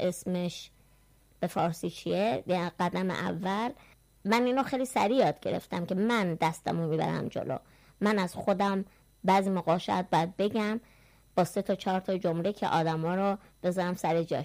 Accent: Iran; born or raised there

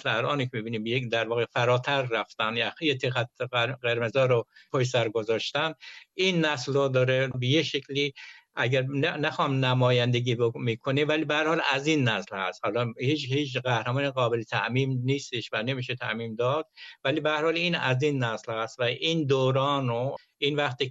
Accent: Iran; moved away; قلعه گالپاها در واقع موطن من است، جاییست که به دنیا اومدم. من تو حاشیه کویر به دنیا اومدم و دیمی بزرگ شدم.

